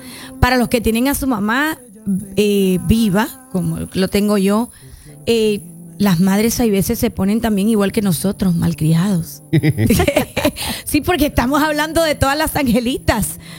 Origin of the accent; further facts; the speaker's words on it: Cuba; No sé, en mi país, en Cuba se le dice mima, otros le dicen mam.